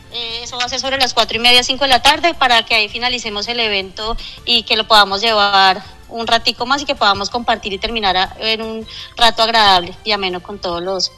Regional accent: Planadas, Tolima, Colombia

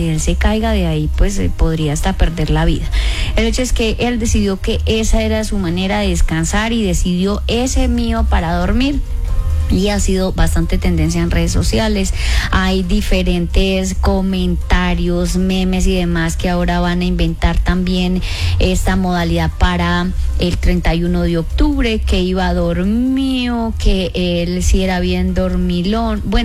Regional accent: Colombia; como somos los colombianos también

